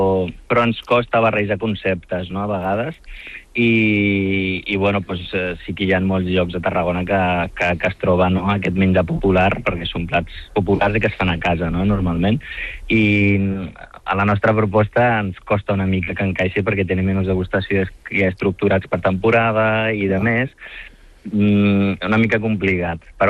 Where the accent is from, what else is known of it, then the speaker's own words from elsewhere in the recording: Morocco; perquè jo vinc del nord del Marroc